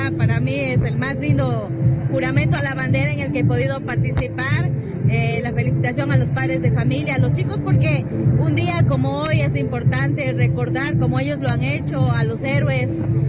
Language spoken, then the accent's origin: Spanish; Ecuador; somos ecuatorianos